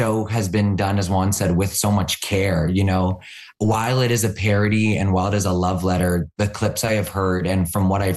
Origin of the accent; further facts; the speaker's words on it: Canada; as a Canadian, you know how excited we get when we find out that someone's Canadian.